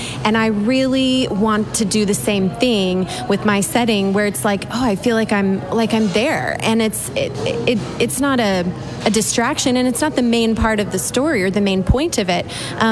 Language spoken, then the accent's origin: English; Texas, United States; being born and raised in Texas